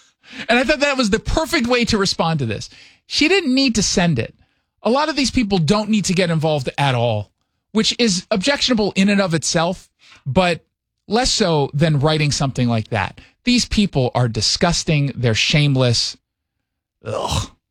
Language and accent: English; Maine, United States; Advocating for working people of Maine has driven me since my days as a commercial lobster boat captain and continue to drive me as a state legislature.